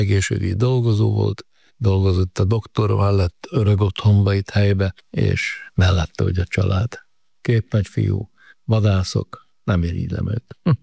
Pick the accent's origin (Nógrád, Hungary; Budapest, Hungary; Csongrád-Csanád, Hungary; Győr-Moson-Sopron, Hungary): Nógrád, Hungary; Nagybátony; Hát a Nógrád megyének a keleti végéből származom, nagybátonyi vagyok, a gyerekkoromat az Agydorónál az erdő közepén töltöttem